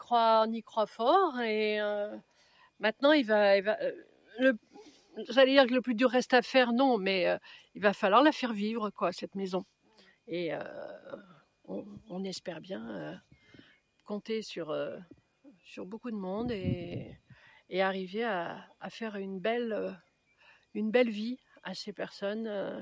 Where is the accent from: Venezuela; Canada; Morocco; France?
France; Auvergne-Rhône-Alpes; de …, moi. ….